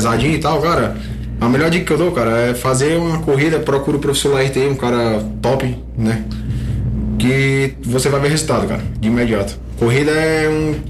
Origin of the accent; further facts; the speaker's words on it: Fortaleza, Ceará, Brazil; moved away as an adult; Sou natural de Fortaleza.